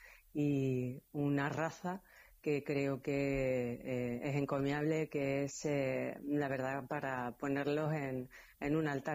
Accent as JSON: {"language": "Spanish", "region": "Ceuta", "country": "Spain", "said": "Los que somos de Ceuta conocemos evidentemente a nuestros vecinos porque al final es una ciudad pequeña y todos nos conocemos y todos sabemos, ¿no?"}